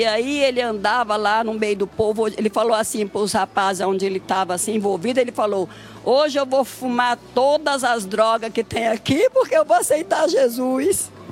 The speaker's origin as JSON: {"language": "Portuguese", "town": "Itapevi", "region": "São Paulo", "country": "Brazil", "said": "Eu vim de Itapevi."}